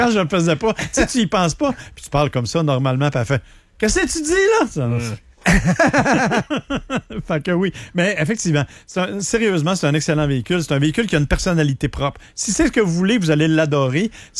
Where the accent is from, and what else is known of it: Saint-Hyacinthe, Quebec, Canada